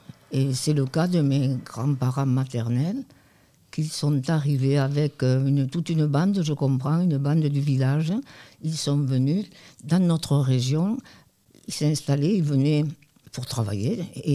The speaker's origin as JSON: {"language": "French", "town": "Pézenas", "region": "Occitanie", "country": "France", "tie": "born there", "said": "Moi je suis née à Pézenas, mon père est né à Pézenas, mais ma maman est née à Campo, un petit village des Pyrénées, espagnol, c'est l'Aragon, hein, c'est la province de Huesca"}